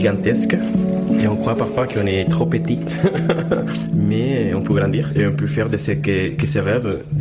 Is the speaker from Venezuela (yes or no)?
yes; Venezuela; French is a second language; now in France; Et je viens du Venezuela, de l'autre côté de la planète.